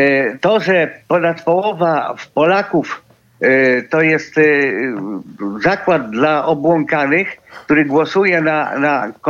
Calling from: Warsaw, Masovian Voivodeship, Poland; Ja z Warszawy

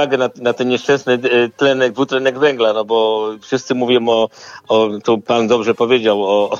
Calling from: Poznań, Greater Poland Voivodeship, Poland; jako poznaniak

